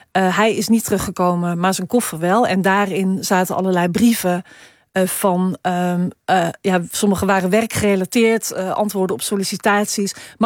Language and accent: Dutch; Suriname; Ja, ik kom uit Suriname, dus iedereen gooit je oom en tante.